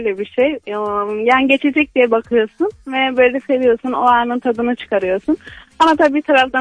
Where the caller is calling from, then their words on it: Konya, Turkey; Nereden arıyorum? Konya yolundayım. Yani Konya'dayım.